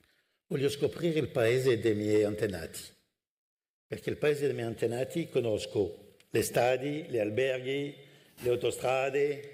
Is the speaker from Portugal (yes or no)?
no; Grand Est, France; Italian is a second language; Sono della Lorraine, come posso dire? Non sono di Napoli.